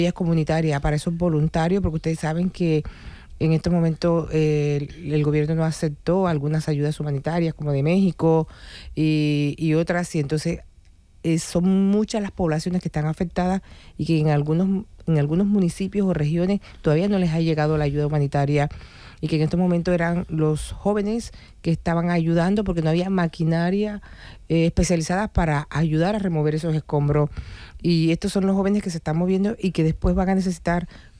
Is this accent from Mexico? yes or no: no; Colombia; como colombiana que soy, aportar ese granito de arena que necesita mi país.